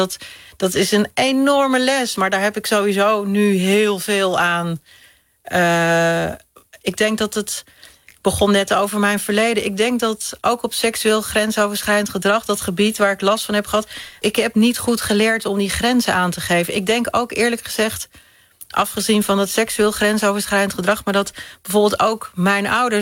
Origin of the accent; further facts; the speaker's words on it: Hoevelaken, Gelderland, Netherlands; Dit was in Hoevelaken, waar ik opgegroeid ben.